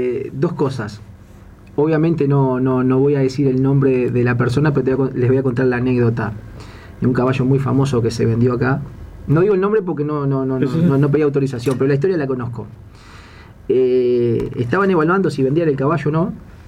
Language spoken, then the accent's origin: Spanish; Canelones, Uruguay; now in Montevideo, Uruguay; Yo me considero un canario capitalino, porque hace tantos años vivo en Montevideo, pero yo sigo con mi esencia.